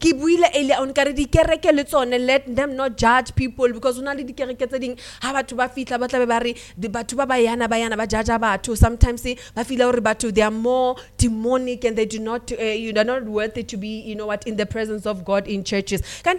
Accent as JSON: {"language": "English", "country": "South Africa", "said": "I love being a South African."}